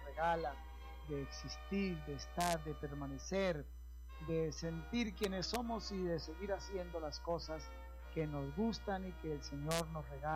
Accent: Colombia; como ciudadanos, como colombianos

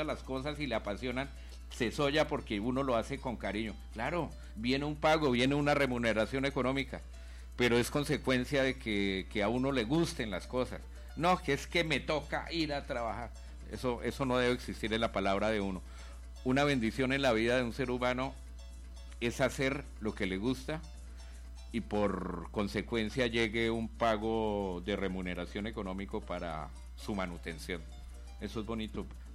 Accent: Meta, Colombia; la gente de mi tierra llanera.

